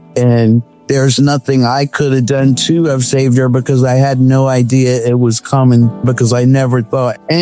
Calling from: Easton, Pennsylvania, United States; Easton, Pennsylvania.

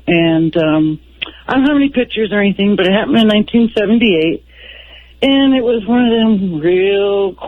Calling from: Great Falls, Montana, United States

